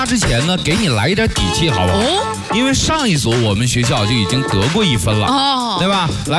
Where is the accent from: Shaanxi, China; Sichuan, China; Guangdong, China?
Shaanxi, China; 在我们陕西老家，管雷汉叫憨娃，